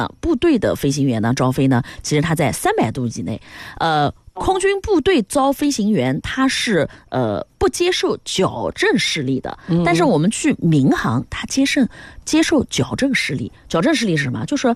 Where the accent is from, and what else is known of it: China